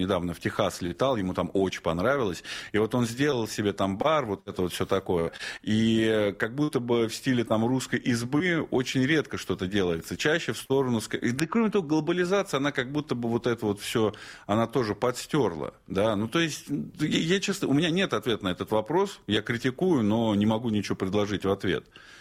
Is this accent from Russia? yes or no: yes; Russia